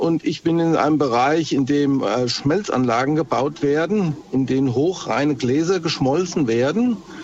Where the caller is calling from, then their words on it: Steinau an der Straße, Hesse, Germany; Ich komme aus Steinau an der Straße im Ortsteil Seidenrot, ganz wichtig.